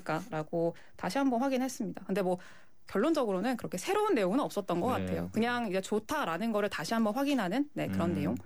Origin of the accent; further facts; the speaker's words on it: South Korea; 아무래도 한국 사람이다 보니까 심리가 네.